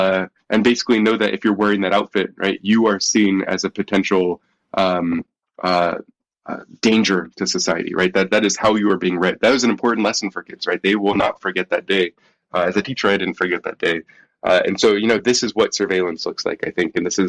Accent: United States

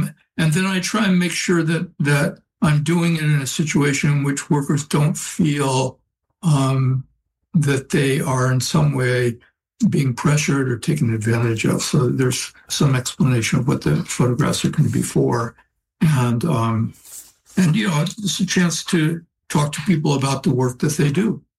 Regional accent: Oakland, California, United States; born or raised there

